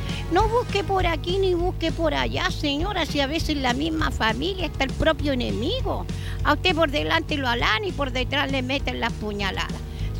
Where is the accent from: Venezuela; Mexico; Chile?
Chile; siempre tengo que estar trabajando, poniéndole el hombro como buena chilena